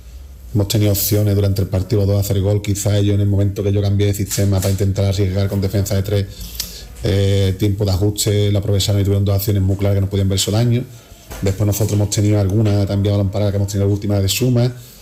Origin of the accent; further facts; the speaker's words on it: Jerez de la Frontera, Andalusia, Spain; me he sentido querido aquí en mi club, en mi tierra y nada, me jode no haber podido seguir a la eliminatoria e intentar ascender con el club de mi ciudad, pero bueno, el fútbol tiene estas cosas. Estoy seguro que Jerez